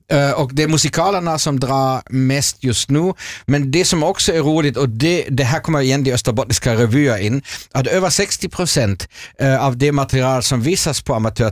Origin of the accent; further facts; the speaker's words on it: Germany; Swedish is a second language; now in Finland; min hemland Tyskland